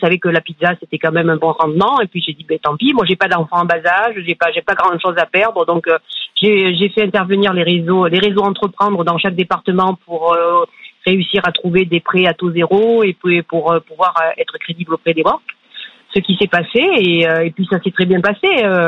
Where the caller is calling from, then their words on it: Nouvelle-Aquitaine, France; Alors, j'appelle d'une petite ville à côté de Brive-la-Gaillarde.